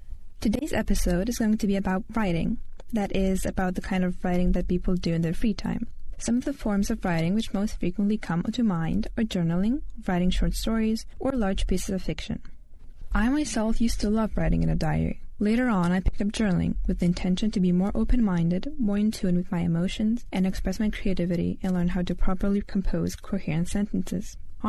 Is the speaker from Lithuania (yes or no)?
yes; Lithuania; English is a second language